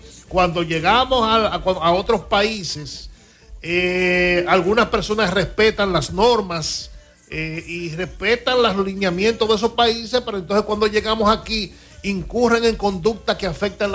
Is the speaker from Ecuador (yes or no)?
no; Dominican Republic; nosotros como ciudadanos dominicanos debemos revisarnos.